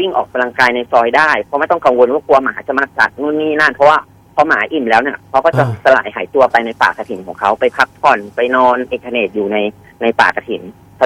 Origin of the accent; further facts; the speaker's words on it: Pattaya, Chonburi, Thailand; ผมเป็นคนพัทยา